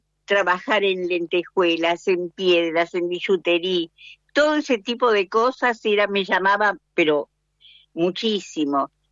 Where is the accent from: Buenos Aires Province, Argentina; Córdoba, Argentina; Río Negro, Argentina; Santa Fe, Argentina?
Buenos Aires Province, Argentina; Don Torcuato; also born or lived in San Pedro, Buenos Aires Province; Soy nacida en San Pedro, provincia de Buenos Aires. Vine de un año y medio. Mis padres compraron aquí, en Torcuato, y aquí me quedé.